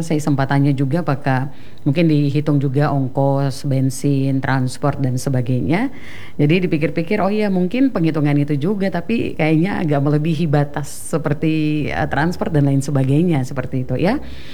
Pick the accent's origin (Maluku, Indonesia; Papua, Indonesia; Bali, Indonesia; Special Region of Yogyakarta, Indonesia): Papua, Indonesia; karena memang kita Papua secara khusus, apalagi bagian timur